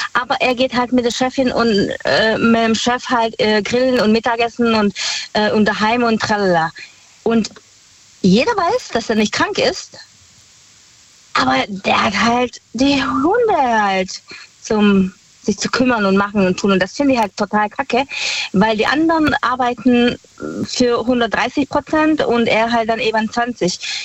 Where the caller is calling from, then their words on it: Heidenheim an der Brenz, Baden-Württemberg, Germany; Aus Heidenheim an der Brenz.